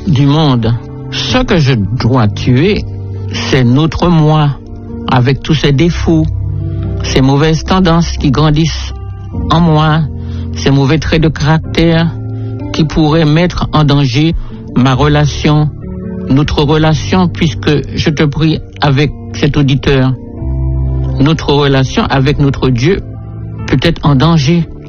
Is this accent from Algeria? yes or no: no; Martinique; chez nous aux Antilles en Martinique.